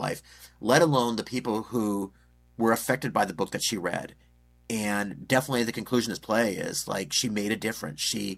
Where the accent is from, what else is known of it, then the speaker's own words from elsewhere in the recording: Manitoba, Canada; moved away; I grew up in Manitoba. So I grew up not very far from where she was born and raised.